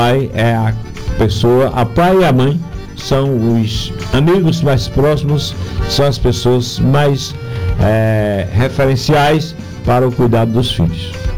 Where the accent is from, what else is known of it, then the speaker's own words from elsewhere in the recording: Pernambuco, Brazil; born there; da minha mesma área de residência onde nascemos, ele no Sítio Sapato, eu no Sítio Água Branca